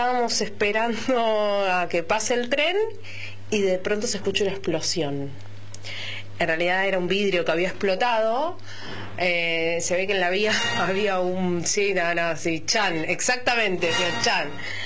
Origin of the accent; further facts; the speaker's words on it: Quilmes, Buenos Aires Province, Argentina; born there; also born or lived in Wilde; now in Caballito, Buenos Aires, Argentina; Actualmente vivo en Caballito. Nací en Quilmes, me fui a Wilde, después volví a Quilmes